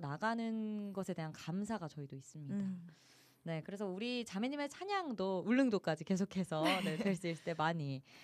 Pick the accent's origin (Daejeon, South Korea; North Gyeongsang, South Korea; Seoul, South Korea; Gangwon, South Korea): North Gyeongsang, South Korea; Pohang; 제가 포항 출신입니다.